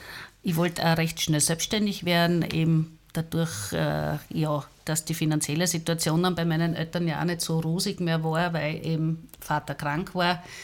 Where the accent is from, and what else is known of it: Graz, Styria, Austria; born or raised there